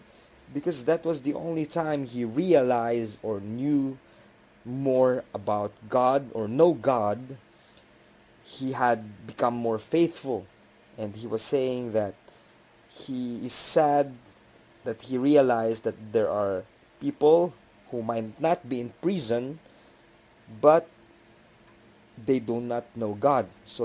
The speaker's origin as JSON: {"language": "English", "town": "Baguio", "region": "Cordillera Administrative Region", "country": "Philippines", "tie": "born or raised there", "moved": "yes", "said": "my hometown back in Baguio City"}